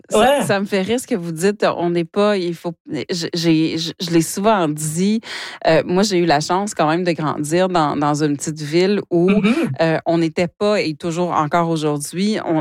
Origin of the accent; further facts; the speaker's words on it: Hearst, Ontario, Canada; moved away; j'ai été élevée à Hearst, pour ne pas le nommer, dans le Nord